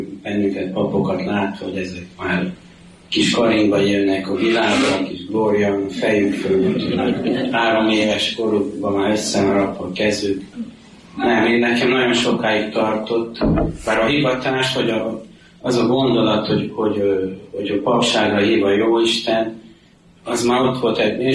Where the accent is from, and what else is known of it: Györköny, Tolna, Hungary; born or raised there; also born or lived in Baks